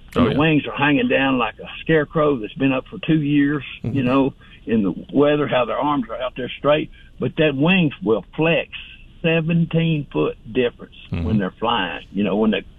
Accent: Bangor, Maine, United States; born there; also born or lived in Columbus, Mississippi; I was born in Bangor, Maine. That's why they call me a maniac. But I come to Columbus, Mississippi, or Maxwell Air Force Base first, and then Columbus.

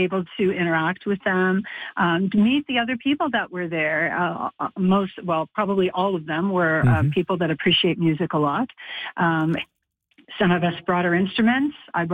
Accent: Nova Scotia, Canada; And I had never visited Newfoundland before, even though I'm originally from Nova Scotia.

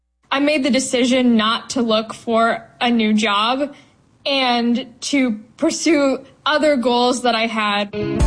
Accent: Bethesda, Maryland, United States; I'm from Bethesda, Maryland. I'm 22 years old.

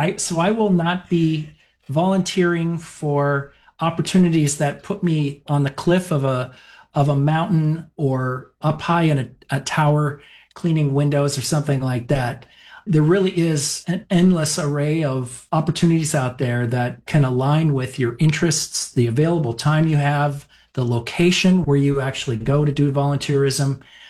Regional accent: Minnesota, United States; I volunteered with my mom growing up in Minnesota in the 70s.

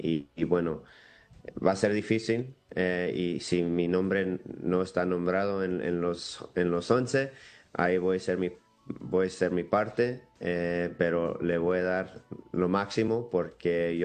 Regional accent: Los Angeles, California, United States; moved away as an adult; also born or lived in Seattle; Yo nací en Los Ángeles, me crecí ahí, 18 años. Y me fui al colegio, a la universidad en Seattle y ahí me quedé otros 12, 13 años ahí en Seattle. Y la verdad son dos ciudades donde crecí

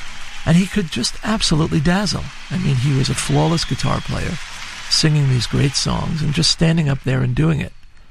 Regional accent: New York, United States; one of the great things about being a New Yorker is that, you know, he was one of us

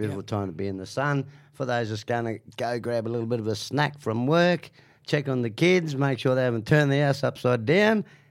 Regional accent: Alice Springs, Northern Territory, Australia; I'm born and bred in Alice Springs, so I've been here now for 47 years grown up around the east side area.

